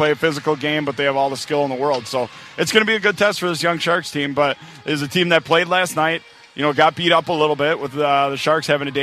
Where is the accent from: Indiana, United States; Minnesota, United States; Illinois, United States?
Minnesota, United States; South St. Paul; Born and raised in South St. Paul, correct.